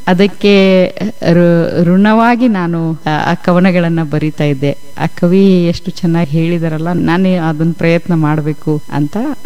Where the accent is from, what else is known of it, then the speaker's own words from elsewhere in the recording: Rabkavi, Karnataka, India; accent: North Karnataka; moved away as an adult; also born or lived in Mudhol / Mumbai; now in Bengaluru, India; ಪ್ರಾಥಮಿಕ ಹಂತದ ಶಿಕ್ಷಣವನ್ನ ನಾನು ಅರಬ್ಕವಿಯಲ್ಲೇ ಮುಗಿಸ್ದೆ. ಅದರ ನಂತರದ ಹಂತದ ಶಿಕ್ಷಣವನ್ನ ನಾನು ನವೋದಯ ಮುರಾರ್ಜಿ ಮುಧೋಳಲ್ಲಿ ಮುಗಿಸ್ಕೊಂಡು ನಂತರ ಕಾಲೇಜೆಲ್ಲ ಎಂವಿ ಪಟ್ಟಣ ರಬ್ಕವಿನಲ್ಲೇ ಮಾಡಿದೆ.